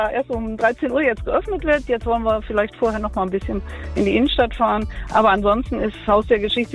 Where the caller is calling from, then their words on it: Alpen, North Rhine-Westphalia, Germany; ich komme ja aus Alpen